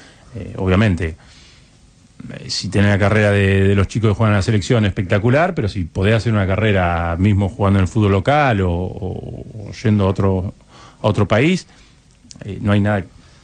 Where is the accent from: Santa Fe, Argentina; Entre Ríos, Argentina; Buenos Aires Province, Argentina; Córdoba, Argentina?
Buenos Aires Province, Argentina; Pehuajó; moved away as an adult; yo soy de Pehuajó, provincia de Buenos Aires.